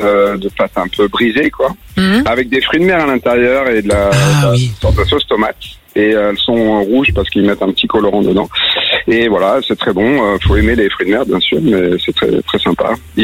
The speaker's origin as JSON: {"language": "French", "town": "Versailles", "region": "Île-de-France", "country": "France", "tie": "born or raised there", "moved": "yes", "lives_now": "Montbazin, France", "said": "Mais moi, je suis originaire de Versailles à l'origine, donc je suis pas du tout du coin."}